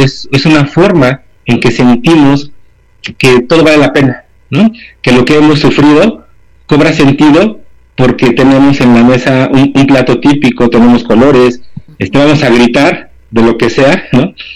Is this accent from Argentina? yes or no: no; Mexico